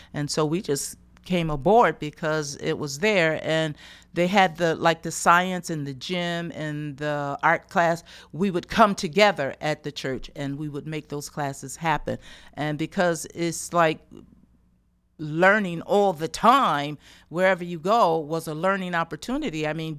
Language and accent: English; Rochester, New York, United States; yes, I'm born and raised here in Rochester, and no, I'm not from Florida. My family's from Florida.